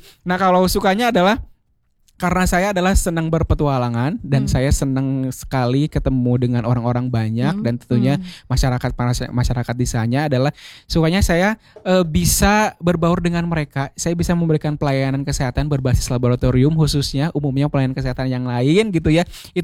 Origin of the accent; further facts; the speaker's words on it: Bandung, West Java, Indonesia; moved away as an adult; also born or lived in Cianjur; saya kan memang lahir besar di Bandung dan di Cianjur gitu ya, orang-orang Sunda asli yang merantau ke pelosok Indonesia gitu.